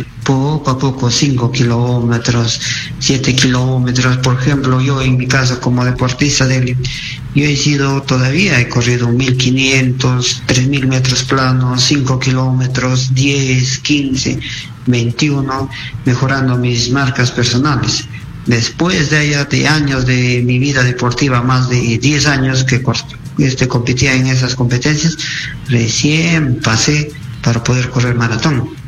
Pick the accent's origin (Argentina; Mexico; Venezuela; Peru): Peru; o a todos los peruanos